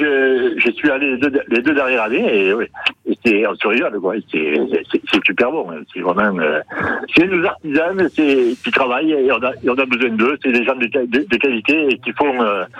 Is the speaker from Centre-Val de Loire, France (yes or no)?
no; Pau, Nouvelle-Aquitaine, France; moved away; also born or lived in Pyrénées-Orientales; je suis originaire de Pau, c'est le contraire. D'après moi, j'ai eu la chance d'habiter les deux plus beaux départements de France, les Pyrénées Atlantiques et les Pyrénées Orientales.